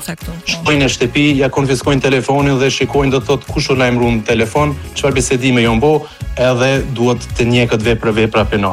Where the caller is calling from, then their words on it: Kosovo; si popull shqiptar në Kosovë